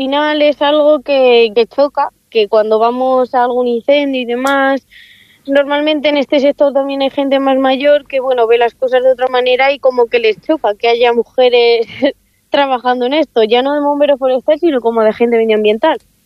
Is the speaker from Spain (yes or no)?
yes; Santa Cruz de Pinares, Castile and León, Spain; Soy de un pueblecito pequeño que se llama Santa Cruz de Pinares.